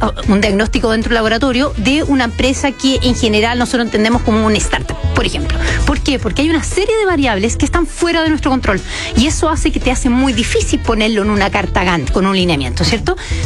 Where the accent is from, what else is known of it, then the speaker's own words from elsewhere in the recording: Chile; lo que somos como chilenos y lo que es Chile